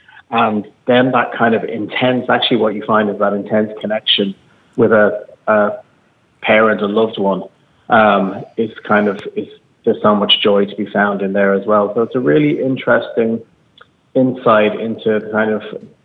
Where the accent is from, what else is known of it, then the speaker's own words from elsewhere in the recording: London, United Kingdom; now in Ireland; I was born in London to Irish parents and raised there, and moved back to Ireland in 1990.